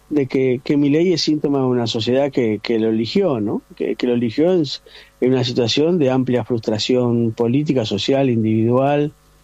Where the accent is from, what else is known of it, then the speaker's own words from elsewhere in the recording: Argentina; Yo como argentino